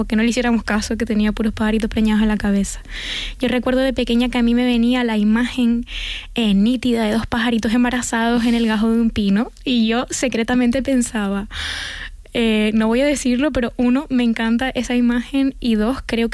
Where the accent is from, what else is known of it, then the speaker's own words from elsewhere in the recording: Canary Islands, Spain; nos han contado siempre desde dentro y fuera de Canarias que nuestra forma de hablar es inadecuada y la tenemos que corregir